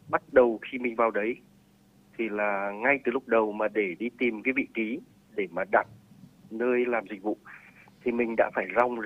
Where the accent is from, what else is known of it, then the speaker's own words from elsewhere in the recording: Que Phong District, Nghệ An, Vietnam; Mình là người dân tộc Thái, sinh ra và lớn lên tại huyện Quế Phong cũ, thì hiện nay là xã Quế Phong.